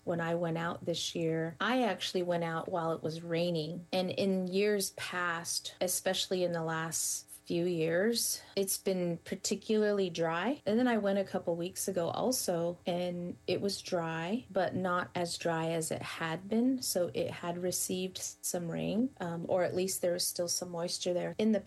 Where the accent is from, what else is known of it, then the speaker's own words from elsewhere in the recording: United States; for us as Indian people, you had to think about, you know, what does resiliency mean for us?